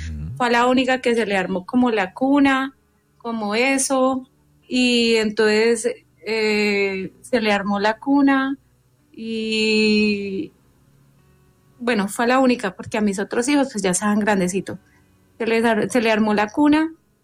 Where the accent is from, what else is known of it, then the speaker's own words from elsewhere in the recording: Aipe, Huila, Colombia; now in Cartago, Colombia; Soy de Aipe Huila, pero en ese momento hablo desde Cartago Valle.